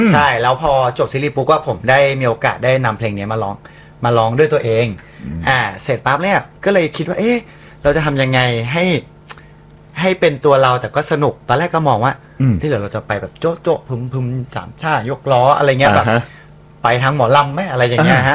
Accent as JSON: {"language": "Thai", "region": "Kanchanaburi", "country": "Thailand", "accent": "Kanchanaburi (Suphanburi-like) nuea accent", "said": "เฮ้ยมันต้องเป็นตัวเรากาญจนบุรี"}